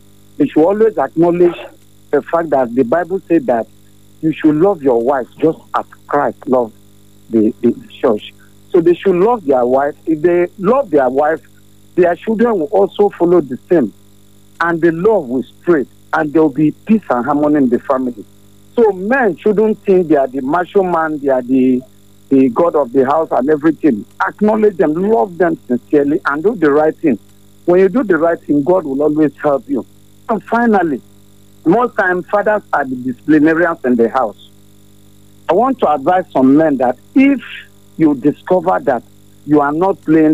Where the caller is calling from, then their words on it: Makurdi, Benue, Nigeria; calling from High Level, Makurdi.